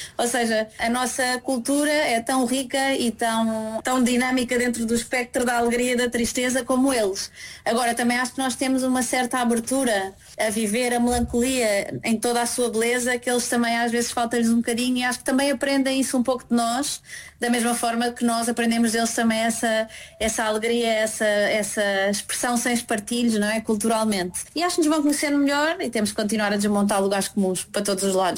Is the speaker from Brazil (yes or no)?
no; Portugal; sou portuguesa, sempre.